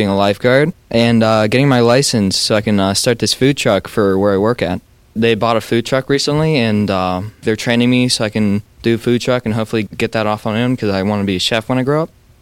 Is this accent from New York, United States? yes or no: no; Natrona Heights, Pennsylvania, United States; I'm 16. I'm from Natrona Heights.